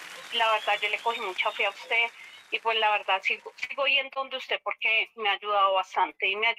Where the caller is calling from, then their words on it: Bogotá, Colombia; Por aquí lo estoy llamando desde Bogotá. Desde el barrio Mandalay.